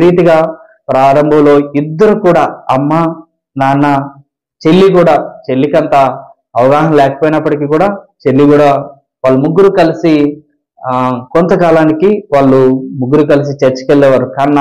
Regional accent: Kontalam, Andhra Pradesh, India; మొదటిగా మాది విశాఖ జిల్లాలో ఒక చిన్న కుగ్రామం, చిన్న గ్రామం. మా గ్రామం పేరు కొంతలం గ్రామం.

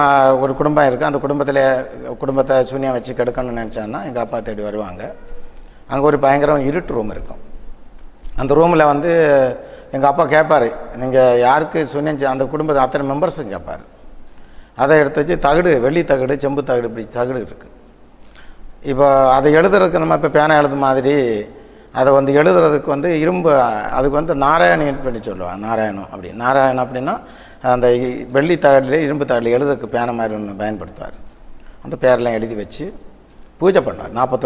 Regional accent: Kanyakumari district, Tamil Nadu, India; first language Tamil; இப்போ எங்கள் ஊரை பொறுத்தவரையும் கன்னியாகுமரி மாவட்டம் மார்த்தாண்டம் தாண்டி படந்தாலுமட்டுன்னு சொல்லக்கூடிய ஒரு ஏரியா. எல்லாமே சுற்றி ஒரு ரோட்டுக்கு அந்த பக்கம் கேரளா, ஒரு ரோட்டு பக்கம் தமிழ்நாடு. ஆனால் தமிழ்நாட்டில் நான் பிறந்திருக்கிறேன். தமிழ் தான் என்னோட தாய்மொழி.

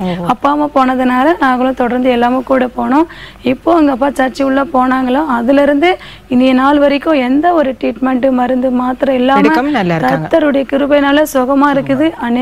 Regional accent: Poonamallee, Tamil Nadu, India; பூந்தமல்லி பிறந்து வளர்ந்தேன்.

